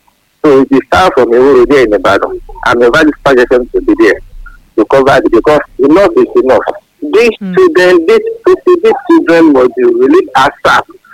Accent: England, United Kingdom; I'm from England.

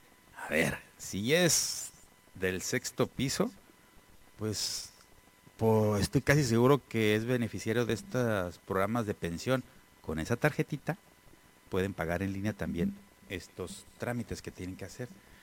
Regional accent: Baja California, Mexico; porque somos de Baja California

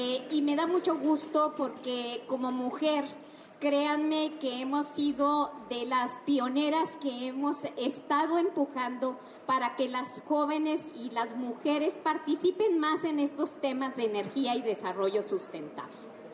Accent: Chihuahua, Mexico; Orgullosamente soy del Estado de Chihuahua, soy de esta escuela

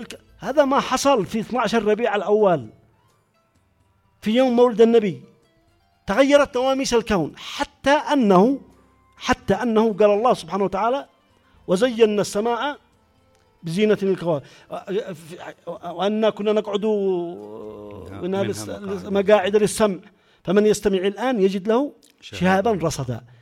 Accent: Yemen; واحنا يمنيين

